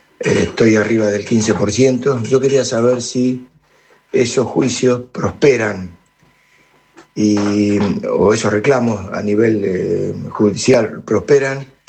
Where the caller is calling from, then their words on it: Morón, Buenos Aires Province, Argentina; de Morón.